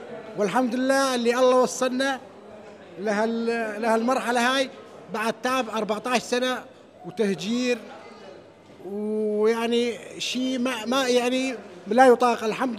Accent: Kuwait; انا من الكويت.

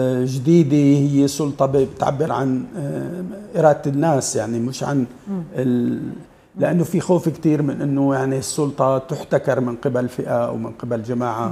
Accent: Syria; أنه في تدخل نحن ما لنا كسوريين، بقصد ما لنا عايشين بالفراغ

